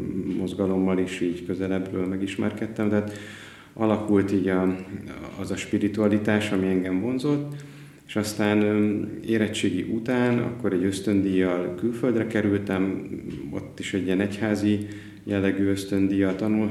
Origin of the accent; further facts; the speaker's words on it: Komló, Baranya, Hungary; born there; Én Komlón születtem, ami egy szocialista bányaváros, ugye Baranya megyében.